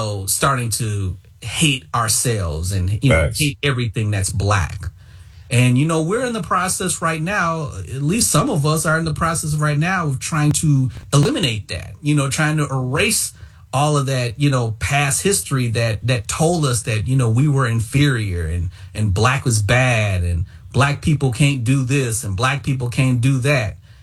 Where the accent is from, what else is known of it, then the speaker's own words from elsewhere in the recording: United States; I am an American because of the fact that, you know, my ancestors was brought here through slave boats.